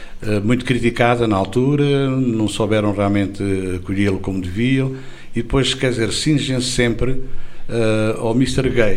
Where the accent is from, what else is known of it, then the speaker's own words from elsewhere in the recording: Alentejo, Portugal; eu sou de fronteira, não é? Vila Bunhelvas, fronteira com Badajoz